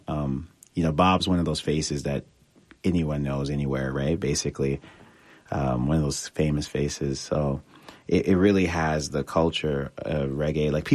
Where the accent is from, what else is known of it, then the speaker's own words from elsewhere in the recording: Toronto, Ontario, Canada; So I grew up in Toronto. My parents are from Jamaica. And growing up and living in Toronto